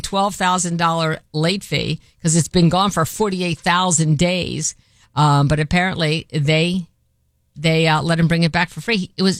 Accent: Baltimore, Maryland, United States; born or raised there; moved away

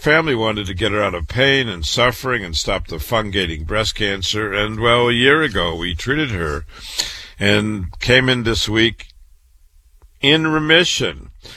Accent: Waterloo, Iowa, United States; I was born and raised in Waterloo, Iowa.

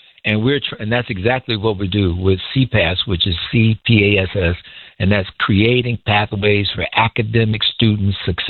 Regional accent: Chicago, Illinois, United States; I grew up in Inglewood, I grew up in Inglewood, and I grew up going to school on the south side, went to high school, the Chicago Vocational, went to college to Loyola University

